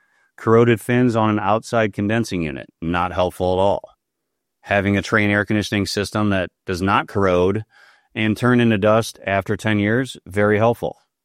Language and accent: English; Ohio, United States; I'm from Ohio originally, plenty of rail and trains around.